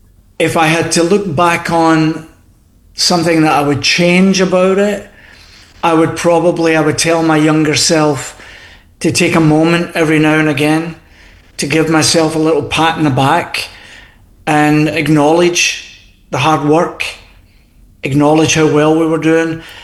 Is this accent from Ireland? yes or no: no; Scotland, United Kingdom; Yeah, so, being Scottish, and I know that Sam's off the Irish, his Irish background. I love coming to Newfoundland because it's got a wee touch of the old country for sure.